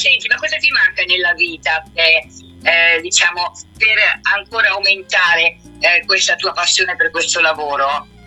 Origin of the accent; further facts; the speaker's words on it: Sicily, Italy; E poi a Sicilia è la mia terra